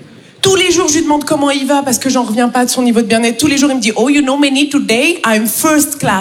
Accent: Paris, Île-de-France, France; Les amis, moi, je viens de Paris.

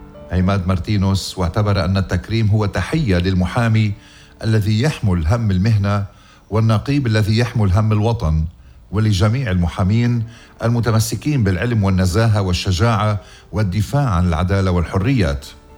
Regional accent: Lebanon; بوطني ووطنكم لبنان

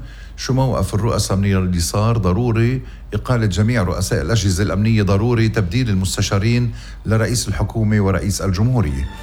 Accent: Ghazir, Keserwan-Jbeil, Lebanon; غزير وضيعتي الحلوة ومسخة رأسي والمكان الذي سأدفن فيه.

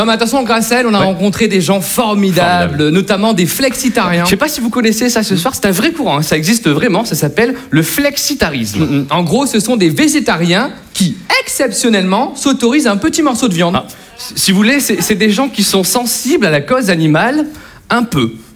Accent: Lille, Hauts-de-France, France; Nous on vient de Lille, dans le nord de la France. Alors attention, on est des vrais ch'tis, hein. On est des ch'tis du 5-9. On n'est pas des ch'tis de W9, hein.

